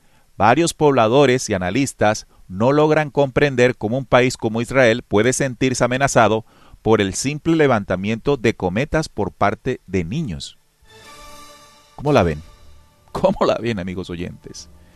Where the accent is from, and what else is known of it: Colombia